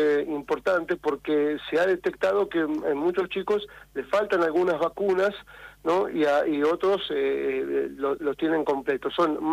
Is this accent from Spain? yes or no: no; La Rioja, Argentina; porque no tenemos los riojanos, hablo como riojano, digamos